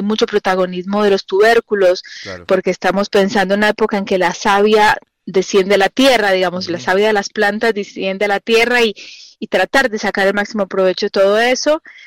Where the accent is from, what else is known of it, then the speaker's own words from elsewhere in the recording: Mendoza, Argentina; esa identidad como mendocinos y como Argentina